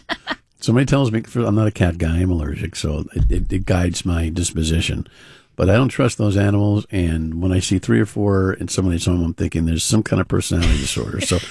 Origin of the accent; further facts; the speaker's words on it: Wayne, New Jersey, United States; So I grew up in the Wayne area.